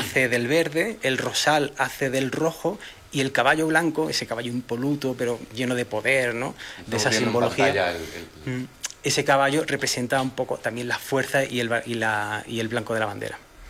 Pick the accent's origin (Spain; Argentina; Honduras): Spain; Málaga, Andalusia; sobre la identidad de de donde vengo, es decir, de Málaga, España, hacia México